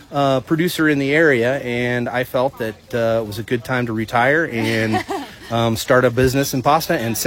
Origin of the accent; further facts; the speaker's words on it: California, United States; also born or lived in Cleveland; now in Louisville, United States; I grew up in California, and we had a pasta store in our town.